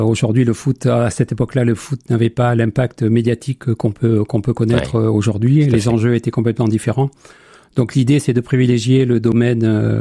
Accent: Allassac, Nouvelle-Aquitaine, France; Remonter les escaliers de la maison à Alassac en Corrèze, parce que moi je suis d'Alassac en Corrèze, à côté de Brive.

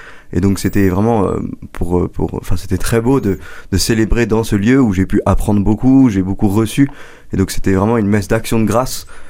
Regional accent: Compiègne, Hauts-de-France, France; Alors moi, je suis originaire de Picardie, pas très très loin. Je viens de Compiègne.

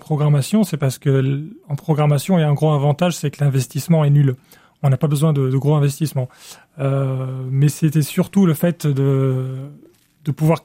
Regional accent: Cairo, Cairo Governorate, Egypt; moved away as an adult; now in France; j'ai grandi en Égypte, au Caire.

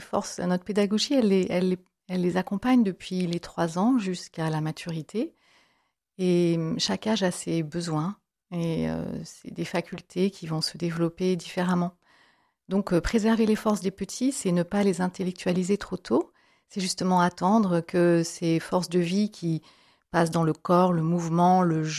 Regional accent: Grand Est, France; also born or lived in United States

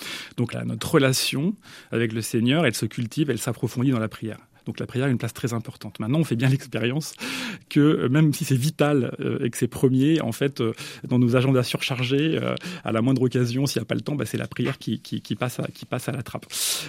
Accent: Lisieux, Normandy, France; j'ai grandi à Lisieux

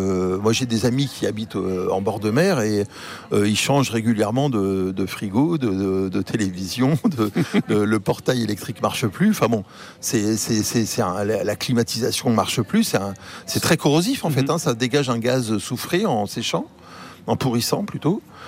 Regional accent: Martinique, France; born or raised there

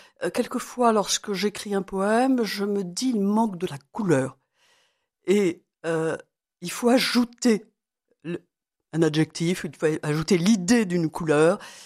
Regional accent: Angers, Pays de la Loire, France; moved away; La figure du roi René, du bon roi René, comme on l'appelle à Angers, relie la Provence à mon Anjou natal. Je suis née à Angers.

